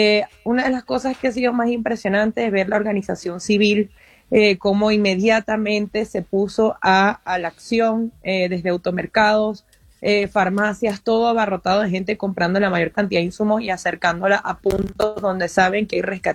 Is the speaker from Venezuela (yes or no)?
yes; Venezuela